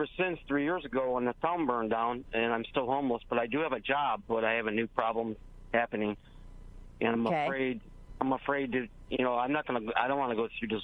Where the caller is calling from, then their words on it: Hawaii, United States; Yeah, I'm calling from Maui, Hawaii. Like 3 years ago, I made the mistake of moving here, and I moved to the town of Lahaina